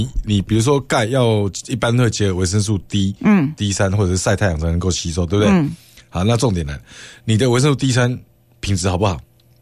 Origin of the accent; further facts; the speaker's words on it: Taiwan; 我们台湾人啊，就是整个去统计出来吃钙片齁